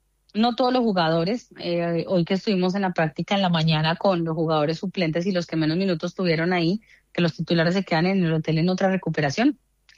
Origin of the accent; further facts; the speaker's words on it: Colombia; Uno siente que como colombianos quedamos con la espinita de haber jugado un muy buen partido